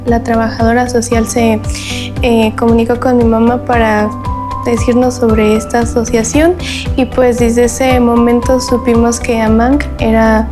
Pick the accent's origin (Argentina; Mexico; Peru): Mexico; Santa Rosa Jáuregui, Querétaro; vengo de Santa Rosa Jáuregui, Querétaro. Mi edad es de 18 años.